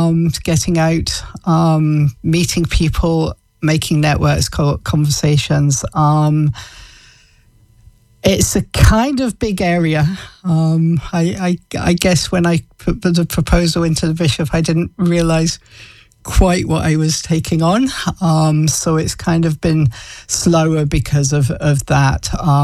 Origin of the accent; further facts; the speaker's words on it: Scotland, United Kingdom; moved away; also born or lived in East Anglia; So although I'm Scottish, I lived in England for a while.